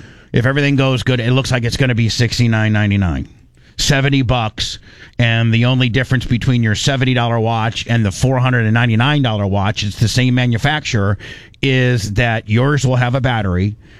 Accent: Warsaw, Indiana, United States; moved away as an adult; I'm originally from Indiana, clear up until I was 18. Warsaw, Indiana, then started my radio broadcast career in Terre Haute, Indiana.

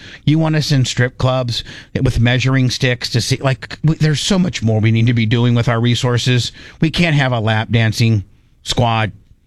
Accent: Indiana, United States; moved away; I grew up in Indiana.

